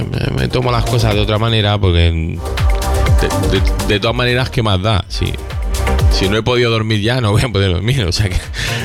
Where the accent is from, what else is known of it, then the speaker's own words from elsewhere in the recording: Catalonia, Spain; Que tú sabes que yo soy catalán, ¿eh?